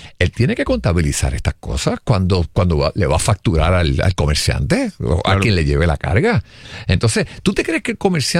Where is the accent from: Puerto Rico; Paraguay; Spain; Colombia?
Puerto Rico; Arecibo; moved away; Yo soy de Arecibo.